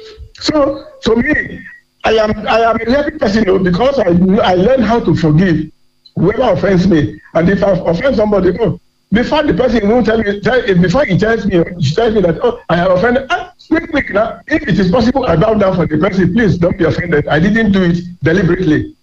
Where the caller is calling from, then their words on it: Igarra, Edo, Nigeria; from Edo State, Igara.